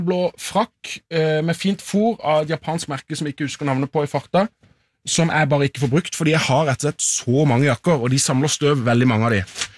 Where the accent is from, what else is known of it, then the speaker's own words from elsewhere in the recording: Søgne, Agder, Norway; i Søgne der jeg kommer fra